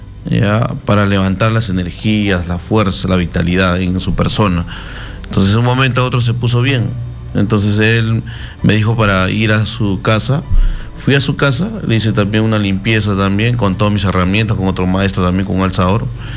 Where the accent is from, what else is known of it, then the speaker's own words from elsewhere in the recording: Salalá, Piura, Peru; Yo soy de Salalá, de Piura, Huancabamba.